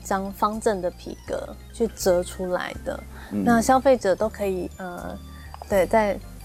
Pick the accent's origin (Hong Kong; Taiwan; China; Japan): Taiwan; 我们是台湾人，我们是台湾的品牌。